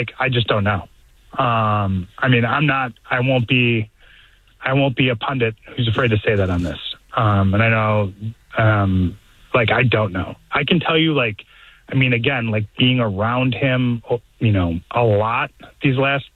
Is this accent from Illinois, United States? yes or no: yes; Chicago, Illinois, United States; now in Los Angeles, United States; I'm from Chicago, but home for me, but home for me is Los Angeles now.